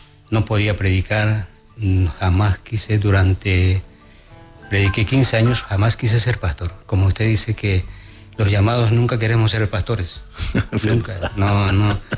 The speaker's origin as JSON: {"language": "Spanish", "region": "Potosí", "country": "Bolivia", "tie": "born or raised there", "also_born_or_lived": "Sucre", "moved": "as an adult", "lives_now": "Santa Cruz, Bolivia", "said": "del extremo de Potosí, de Yamatumisa"}